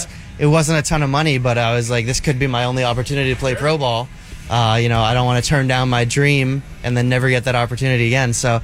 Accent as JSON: {"language": "English", "town": "Toronto", "region": "Ontario", "country": "Canada", "tie": "born or raised there", "moved": "yes", "said": "You know, growing up in Toronto, it's very, very diverse, very busy, a lot of stuff going on."}